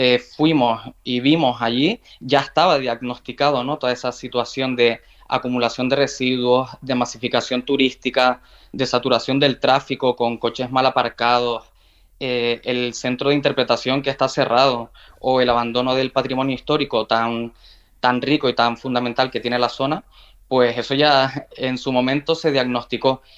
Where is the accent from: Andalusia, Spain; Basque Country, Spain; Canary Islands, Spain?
Canary Islands, Spain; Santa Brígida; born there; yo soy de allí, de Santa Brígida, y llevo yendo a la caldera desde que era un niño